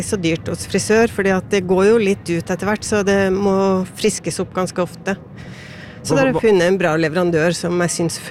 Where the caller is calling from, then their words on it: Northern Norway, Norway; jeg er jo nordlending